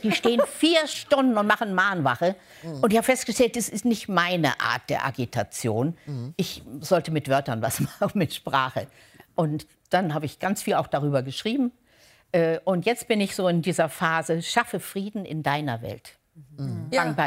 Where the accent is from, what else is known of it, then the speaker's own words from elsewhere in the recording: Lower Saxony, Germany; born there; also born or lived in Munich; now in Flensburg, Germany; Ja. Geborene Niedersächsin.